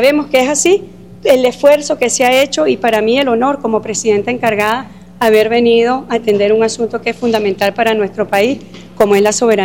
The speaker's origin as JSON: {"language": "Spanish", "country": "Venezuela", "said": "Primero que nada, el profundo orgullo que siento como venezolana de haber venido a la Corte Internacional de Justicia"}